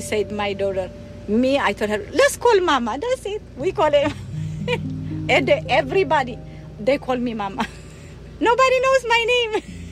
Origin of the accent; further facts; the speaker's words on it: Eritrea; English is a second language; moved away as an adult; now in Baltimore, United States; I'm from Eritrea, East Africa, and I came 1985 here.